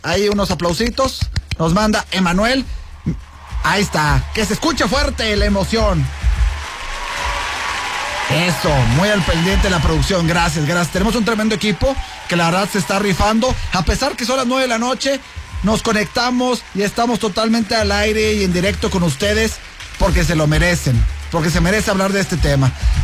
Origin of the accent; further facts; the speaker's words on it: Mexico; hoy como mexicanos tomamos tequila